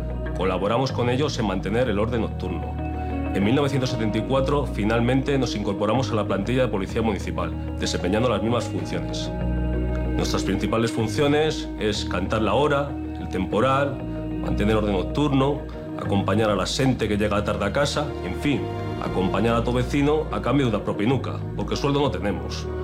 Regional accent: Asturias, Spain; now in Madrid, Spain; Soy un sereno de la Villa de Madrid. La mayoría de los serenos procedemos de la cuenca del río Narcea, en Asturias

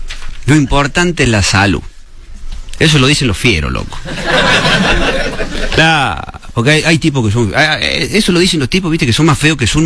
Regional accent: Córdoba, Argentina; soy humorista cordobés

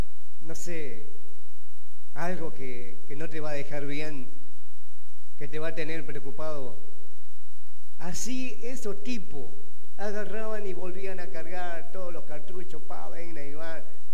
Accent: Argentina; yo soy argentino, soy patriota y defiendo mi país

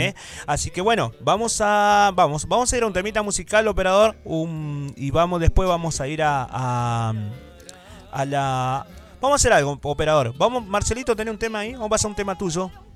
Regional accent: Reconquista, Santa Fe, Argentina; yo soy un orgulloso de Reconquista

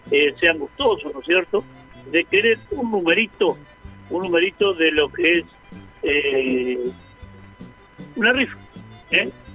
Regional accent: General Madariaga, Buenos Aires Province, Argentina; aquí, desde la costa atlántica, donde estamos trabajando, te decimos muy buenas noches. Nosotros somos de General Madariaga

